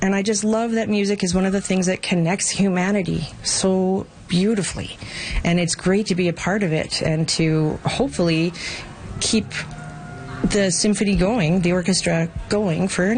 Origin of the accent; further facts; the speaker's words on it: Crowsnest Pass, Alberta, Canada; I grew up in the Crow's Nest Pass and played in the orchestra here from about grade 7 till grade 9. And then I moved away and then went to music school and never thought I would get to return